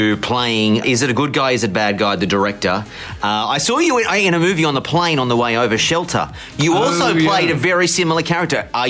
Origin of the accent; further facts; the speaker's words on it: Australia; as an Australian